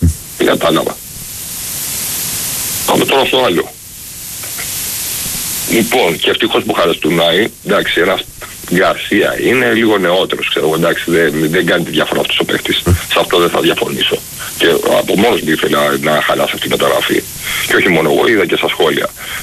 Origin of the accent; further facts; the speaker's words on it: Chania, Crete, Greece; Από τα Χανιά είμαι, σου πάει. Είμαι από τα Χανιά.